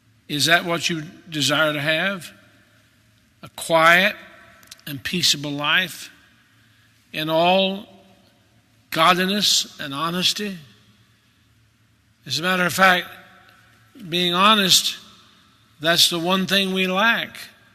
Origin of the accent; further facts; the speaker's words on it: Maryville, Tennessee, United States; Maryville, Tennessee, my hometown.